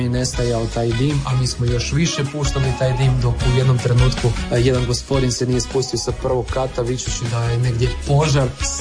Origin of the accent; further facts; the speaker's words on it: Prelog, Međimurje County, Croatia; smo spot snimali u mom rodnom gradu Prelogu u hotelu Panorama